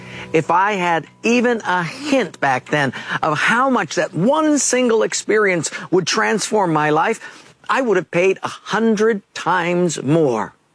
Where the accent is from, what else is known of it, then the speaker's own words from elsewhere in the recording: Hawaii, United States; born there; moved away as an adult; also born or lived in Japan; Growing up in Hawaii, my mother was a Buddhist, my dad was a Catholic, and I was confused.